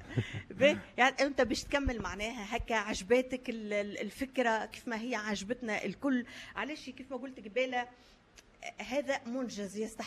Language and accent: Arabic; Gafsa Governorate, Tunisia; جزء من الذاكرة متاعنا الجماعية لأهالي قفصة والمنجم